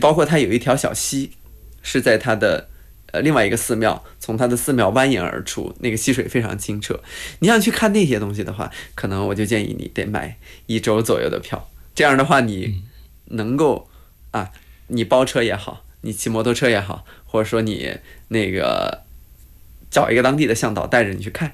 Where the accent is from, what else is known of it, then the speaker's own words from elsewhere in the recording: China; 作为一个中国人，也感觉到蛮骄傲的。